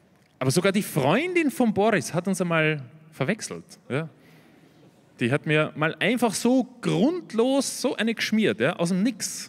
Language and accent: German; Austria; Bin ich als Österreicher Experte.